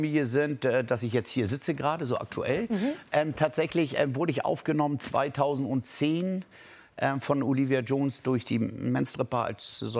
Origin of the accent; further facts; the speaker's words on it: Hamburg, Germany; Als Hamburger Jung und dann Freunde auf der Eisbahn und dann die wohnten auf St. Pauli Platten und Blumen